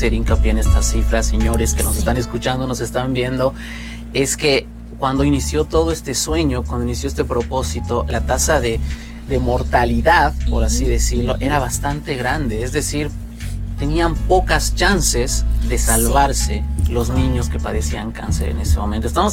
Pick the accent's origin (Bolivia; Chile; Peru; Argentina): Bolivia; yo vengo de Bolivia, yo soy de Bolivia